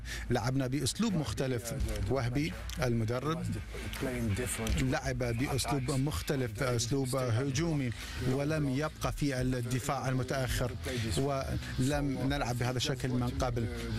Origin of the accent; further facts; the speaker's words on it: Morocco; أنا خاصة كمغربي، أنا أعشق بلادي